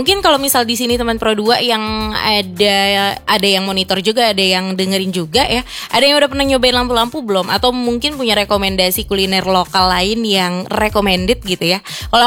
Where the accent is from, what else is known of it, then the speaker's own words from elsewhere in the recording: Jakarta, Indonesia; Kalau aku dari Jakarta, biasanya kalau nyari takjil itu di Jakarta identiknya dengan gorengan sama lontong isi oncom atau isi sayuran gitu ya.